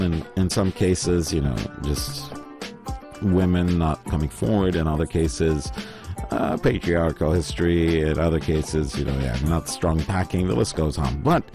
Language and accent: English; Salalah, Dhofar, Oman; moved away as an adult; now in Muscat, Oman; I am from Salada, born and raised, spent most of my life there. I moved here to Muscat 5 years ago